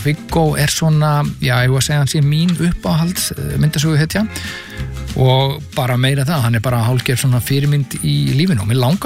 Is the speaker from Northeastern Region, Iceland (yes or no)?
no; Reykjavík, Capital Region, Iceland; Þegar ég var að alast upp í Breiðholtinu þá voru krakka mikið að lesa myndasögur